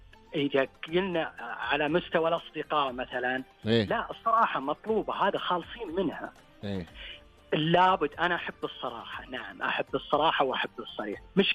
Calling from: Riyadh, Riyadh Province, Saudi Arabia

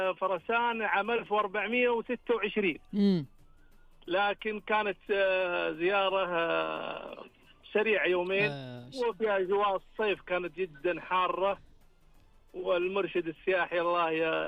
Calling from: Jeddah, Makkah Province, Saudi Arabia; اكلمك من جده

